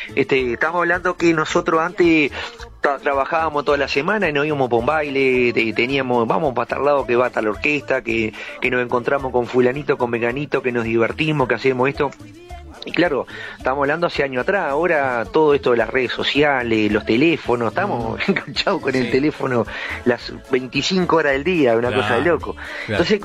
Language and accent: Spanish; Atlántida, Canelones, Uruguay; Acá en Montevideo, yo soy de Atlántida, ¿no? Pero lo tengo acá cerquita